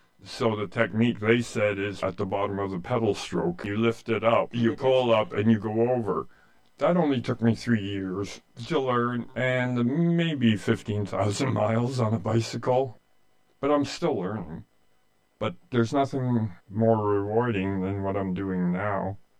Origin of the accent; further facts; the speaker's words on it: Canada; I'm a Canadian, but I enlisted in the United States Marine Corps in the early 80s.